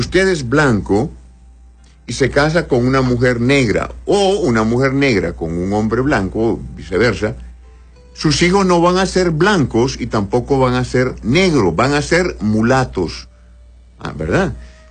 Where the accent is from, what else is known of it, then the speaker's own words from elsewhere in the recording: Honduras; Todos los hondureños que vivimos en Honduras somos hondureños.